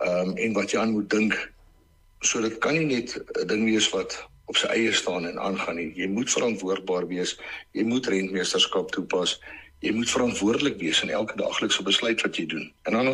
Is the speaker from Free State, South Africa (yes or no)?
yes; Bothaville, Free State, South Africa; toe kry ek weer die geleentheid om terug te kom hier, ek kom van Botawel af en ek het hier groot geword. Ek kry ook die geleentheid om weer terug te kom hierdie kant toe